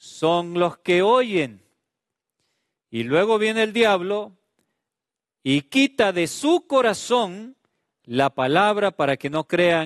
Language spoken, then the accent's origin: Spanish; Honduras; como decimos popularmente en mi país, en Honduras.